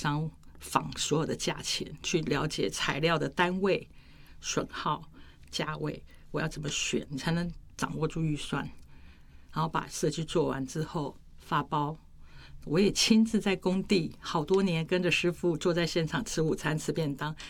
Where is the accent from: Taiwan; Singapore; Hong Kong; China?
Taiwan; Kaohsiung; also born or lived in Tainan; 我是高雄人